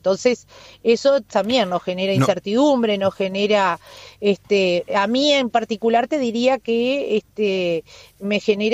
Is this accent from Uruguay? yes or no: yes; Uruguay; como uruguaya te diría que nos genera una profunda tristeza porque nuestro país siempre se caracterizó a lo largo de los años por buenos gobiernos